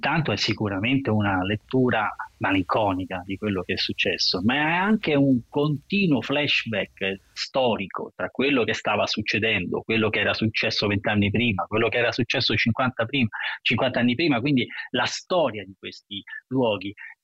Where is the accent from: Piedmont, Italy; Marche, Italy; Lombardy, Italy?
Marche, Italy; Pescara del Tronto; A Pescara del Tronto, che poi è il mio paese d'origine